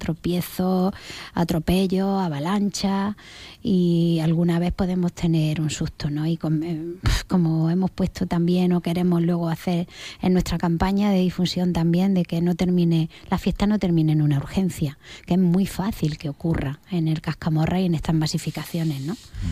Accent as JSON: {"language": "Spanish", "town": "Baza", "region": "Andalusia", "country": "Spain", "said": "Los que somos de Baza, pues tampoco estamos tan sumamente lejos."}